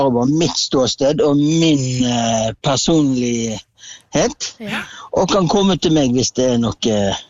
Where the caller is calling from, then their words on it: Bergen, Vestland, Norway; Hjemme i Bergen.